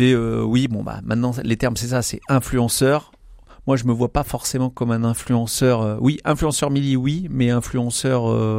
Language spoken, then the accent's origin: French; Le Mans, Pays de la Loire, France; born or raised there